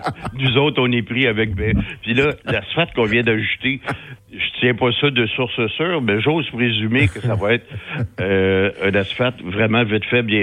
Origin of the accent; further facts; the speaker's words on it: Montreal, Quebec, Canada; accent: Montreal; moved away; Montréal, j'en suis natif, j'y ai habité quand même pendant 42 ans